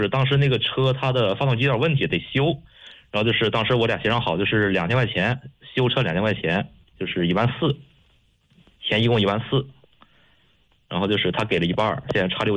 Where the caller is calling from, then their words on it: Gaocheng, Hebei, China; 我是藁城这边。